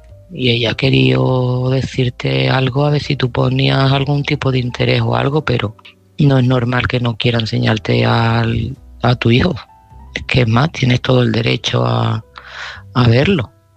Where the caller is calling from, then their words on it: Seville, Andalusia, Spain; de Sevilla